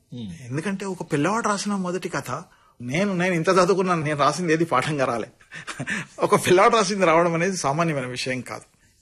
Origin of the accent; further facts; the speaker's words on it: Nizamabad, Telangana, India; నేను నిజామాబాద్ వాడిని